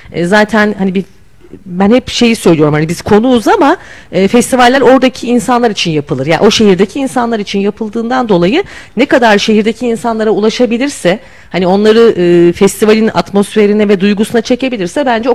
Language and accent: Turkish; Şarkışla, Sivas, Turkey; Aslında ben de Sivaslıyım. Şarkışla ilçesinde liseyi okumuştum. Sonra üniversite için İstanbul'a gittim.